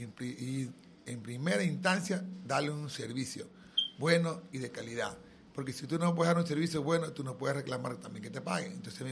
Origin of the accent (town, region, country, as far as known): Vinces, Los Ríos, Ecuador